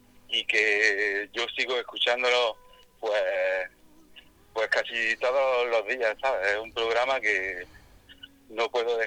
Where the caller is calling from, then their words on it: Paris, Île-de-France, France; yo llamo desde París, Francia.